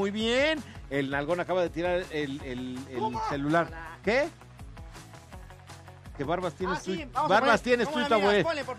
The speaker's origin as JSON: {"language": "Spanish", "country": "Mexico", "said": "Somos mexicanos, mi querido Alpizar, y se las ingenia uno."}